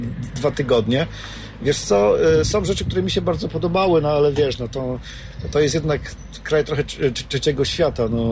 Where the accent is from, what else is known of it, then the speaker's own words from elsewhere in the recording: Jarocin, Greater Poland Voivodeship, Poland; bo jesteśmy z Jarocina.